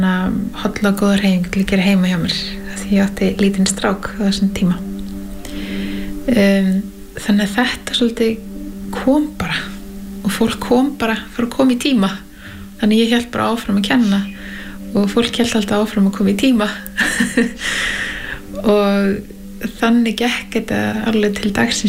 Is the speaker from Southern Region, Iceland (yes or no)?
no; Northwestern Region, Iceland; Og ólst upp í Skagafirði og leið mín á staðin í dag sérst sem jógakennari og gongkennari